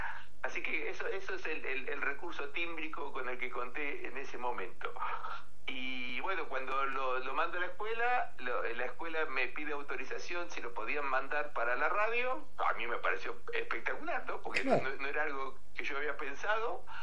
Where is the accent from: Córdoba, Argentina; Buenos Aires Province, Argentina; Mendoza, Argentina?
Buenos Aires Province, Argentina; Mar del Plata; Acá hay un día muy lindo, yo soy de Mar del Plata.